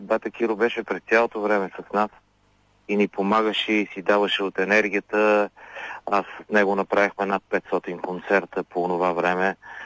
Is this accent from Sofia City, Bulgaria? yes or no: yes; Sofia, Sofia City, Bulgaria; ние с майка му сме приятели от детството си и сме от Оров мост, всички сме драснали там.